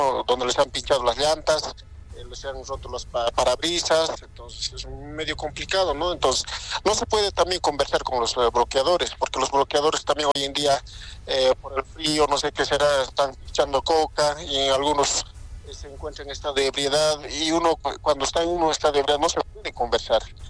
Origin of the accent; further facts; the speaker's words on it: Bolivia; now in Potosí, Bolivia; Como boliviano y también como persona trabajador.